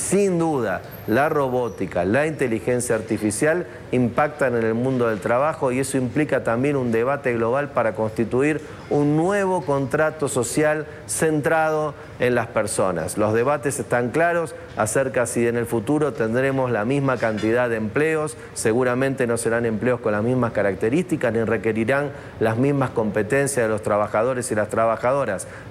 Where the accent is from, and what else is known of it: Argentina